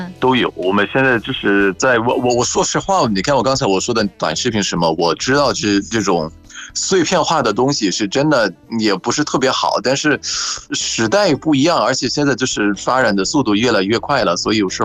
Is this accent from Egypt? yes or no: yes; Egypt; Chinese is a second language